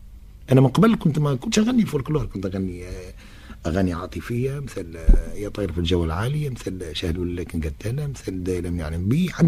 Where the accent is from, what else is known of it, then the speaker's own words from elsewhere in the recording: Sfax, Sfax Governorate, Tunisia; also born or lived in Kef; يعني قعدت أنا شركي لأني كافي لأني صفاقسي. ترعرعت في صفاقس وتربيت في صفاقس، قعدت نمشي باستمرار على الكاف وصفاقس.